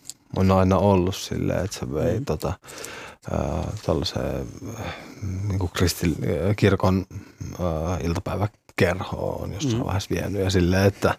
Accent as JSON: {"language": "Finnish", "town": "Kotka", "region": "Kymenlaakso", "country": "Finland", "also_born_or_lived": "Pyhtää", "lives_now": "Porvoo, Finland", "said": "Siis mä asutan nyt Porvoossa. Mä oon Kotkasta kotosin."}